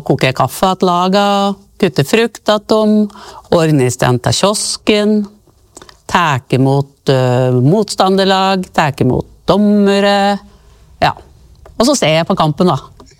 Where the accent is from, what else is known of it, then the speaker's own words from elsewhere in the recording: Reinsvoll, Innlandet, Norway; jeg husker jo når jeg vokste opp her på Reinsvoll